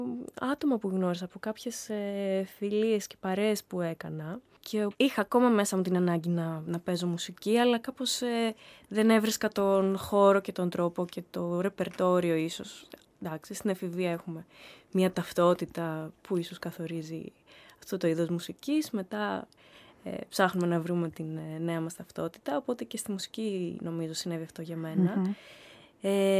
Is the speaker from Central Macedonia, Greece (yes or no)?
yes; Thessaloniki, Central Macedonia, Greece; moved away as an adult; now in Mytilene, Greece; Είμαι από τη Θεσσαλονίκη, αλλά ζω στη Μυτιλίνη τα τελευταία χρόνια λόγω της δουλειάς μου.